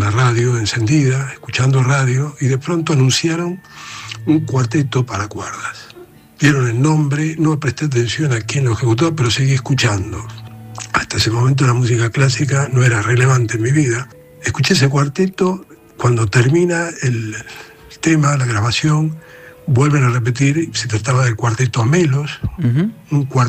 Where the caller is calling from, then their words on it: Tigre, Buenos Aires Province, Argentina; vivo en el partido de Tigre.